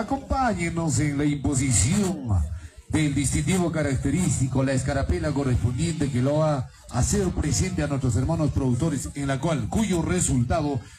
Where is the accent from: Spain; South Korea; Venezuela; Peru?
Peru; Huancané, Cusco; desde mi tierra Huancané